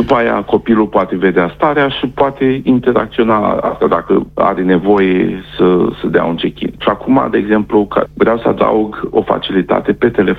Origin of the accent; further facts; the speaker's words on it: Suceava County, Romania; Când eram mic, mă ducea cu ea prin tot județul, eram din Suceava. Mă ducea prin tot județul Suceava